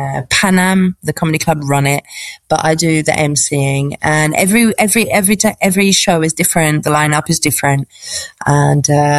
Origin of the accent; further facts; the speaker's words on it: United Kingdom; accent: BBC; you probably tell from my BBC accent that I'm British.